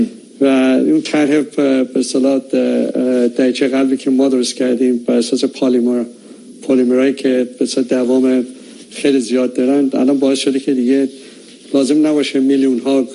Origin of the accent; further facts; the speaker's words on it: Tehran, Tehran Province, Iran; born there; من در تهران متولد شدم